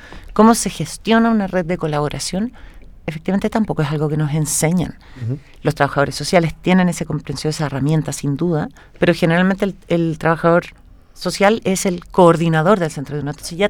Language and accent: Spanish; Chile; todos nosotros como chilenos